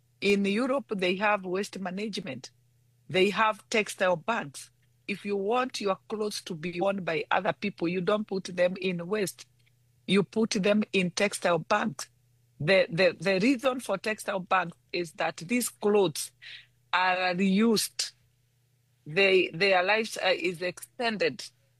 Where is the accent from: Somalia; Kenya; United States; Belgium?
Kenya; we are very concerned as Kenyans